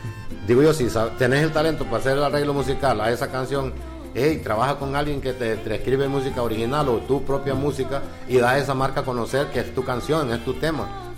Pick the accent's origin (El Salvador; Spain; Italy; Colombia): El Salvador; Eastern El Salvador; Si tú has visto en Oriente, vamos a hablar de lo que es cerca de mi pueblo, de mi cantón.